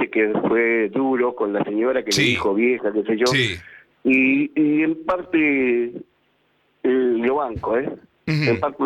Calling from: Los Olmos, Buenos Aires Province, Argentina; Yo soy de Los Olmos

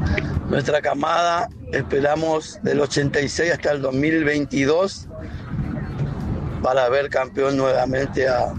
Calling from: Corrientes, Argentina; de Boya Corriente

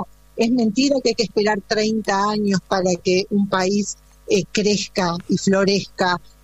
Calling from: Avellaneda, Buenos Aires Province, Argentina; Yo vivo en Avellaneda. Vivo en Avellaneda Centro, sí, así es.

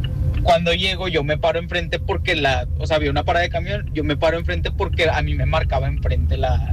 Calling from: Apodaca, Nuevo León, Mexico; yo vivo en Apodaca

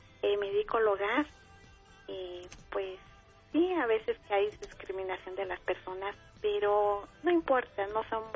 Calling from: Naucalpan, State of Mexico, Mexico; De aquí, de Naucalpan, Estado de México.

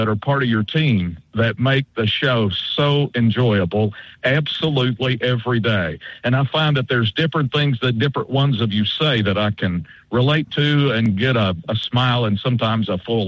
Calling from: Bowling Green, Kentucky, United States; I'm in Bowling Green, Kentucky

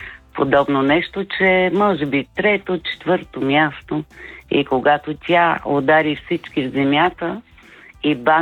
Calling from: Plovdiv, Plovdiv Province, Bulgaria; съм от Пловдив.

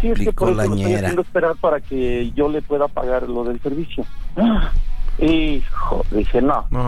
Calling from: Hidalgo, Mexico; De acá, desde el estado de Hidalgo.

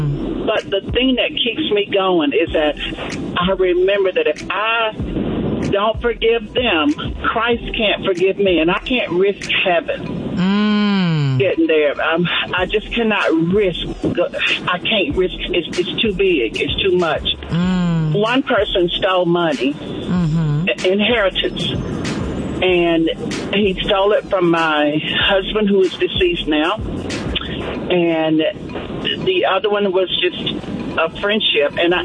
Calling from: Douglas County, United States; I'm calling from Douglas County.

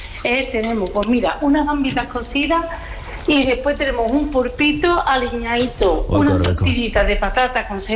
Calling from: Sanlúcar de Barrameda, Andalusia, Spain; de Sanlúcar de Barrameda

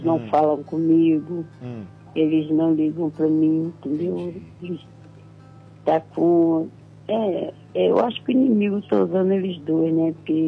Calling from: Itaboraí, Rio de Janeiro, Brazil; Eu falo de Itambi, Itamboraí.

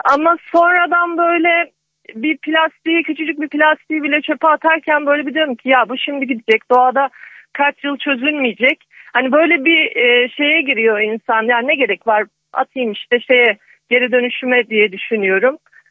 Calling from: Istanbul, Turkey; Maltepe'den.

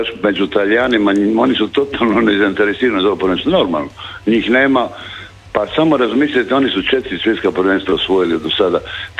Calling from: Lošinj, Primorje-Gorski Kotar County, Croatia; ja sam inače profesionalni pomorac, sa Lošinja sam

